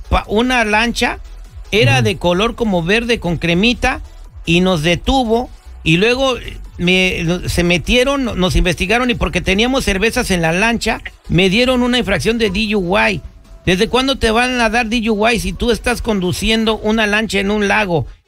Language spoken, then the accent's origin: Spanish; Mexico; se aprovechen de la gente y nomás porque somos mexicanos